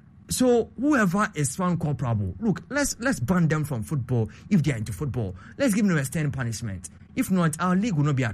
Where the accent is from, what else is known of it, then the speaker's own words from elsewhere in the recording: Western Region, Ghana; Me, I'm from the Western region. I went to school throughout my life until tertiary in the West.